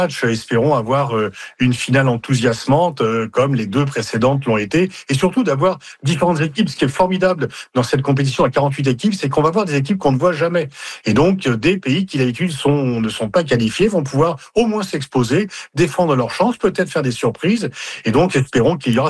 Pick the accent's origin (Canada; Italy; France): France; en tant que Français supporter des Bleus